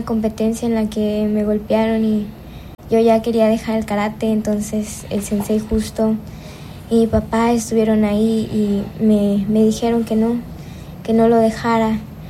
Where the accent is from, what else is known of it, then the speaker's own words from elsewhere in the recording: Zihuatanejo, Guerrero, Mexico; Sí, soy de aquí, de Cihuatanejo.